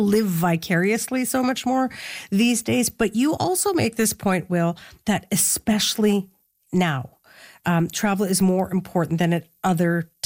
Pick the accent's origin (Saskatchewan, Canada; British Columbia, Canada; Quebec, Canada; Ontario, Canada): Saskatchewan, Canada; Saskatoon; Okay, I'm going to clear something up for you in case you go to Saskatoon, my hometown.